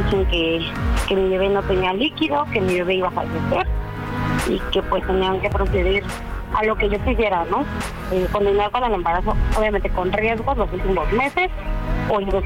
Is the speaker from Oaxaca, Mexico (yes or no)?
no; Ecatepec, State of Mexico, Mexico; Tengo 30 años, soy de aquí de Catepec.